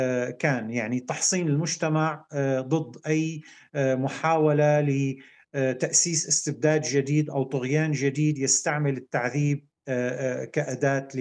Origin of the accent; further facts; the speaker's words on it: Syria; بلدنا سوريا